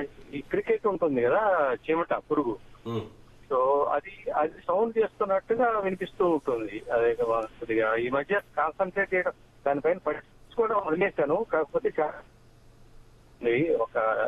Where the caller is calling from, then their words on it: Hyderabad, Telangana, India; నేను హైదరాబాద్ నుంచి మాట్లాడుతున్నాను.